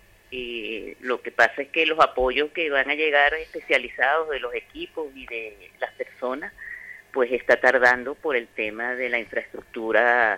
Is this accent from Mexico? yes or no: no; Venezuela; now in Granadilla de Abona, Spain